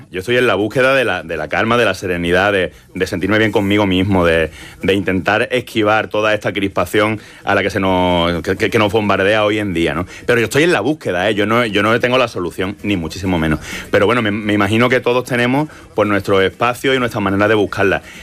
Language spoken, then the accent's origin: Spanish; Málaga, Andalusia, Spain; soy de Málaga